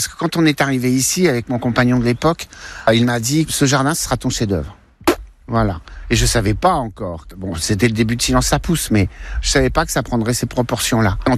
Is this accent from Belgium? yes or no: no; Barneville-Carteret, Normandy, France; C'est ce qu'il y a dans les robinets à Barneville, là où j'ai grandi.